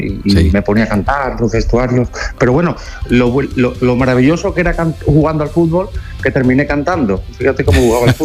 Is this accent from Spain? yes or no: yes; Jerez de la Frontera, Andalusia, Spain; sobre todo pues volver a mi tierra, a Jerez de la Frontera, a mi casa.